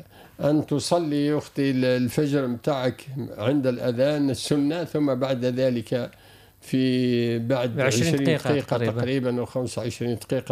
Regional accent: Bizerte, Bizerte Governorate, Tunisia; لأن مثلا نحن عندنا في بنزرت ما زال لن تتدلوا لهنا نحن نقعد 3 دقائق تقريبا

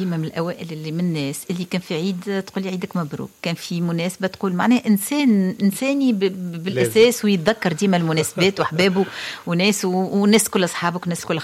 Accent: Tunisia; accent: Tunisian; كلامنا التونسي ولهجتنا التونسية طبعًا.

